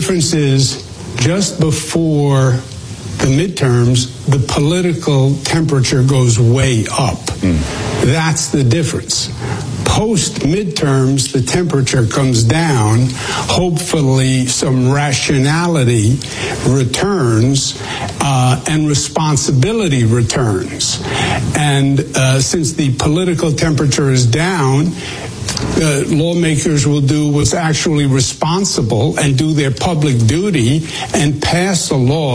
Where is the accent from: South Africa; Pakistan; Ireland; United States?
United States; New York